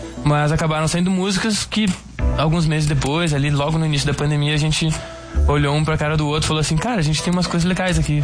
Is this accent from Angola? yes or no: no; Rio Grande do Sul, Brazil; tem música gaúchesca, porque somos gaúchos, né? Eu e o Eduardo.